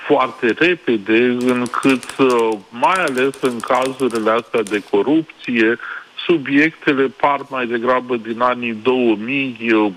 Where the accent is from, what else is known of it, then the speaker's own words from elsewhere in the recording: Iași, Iași County, Romania; ca ieșean născut și crescut, este și o bună oportunitate să vizitezi Iași.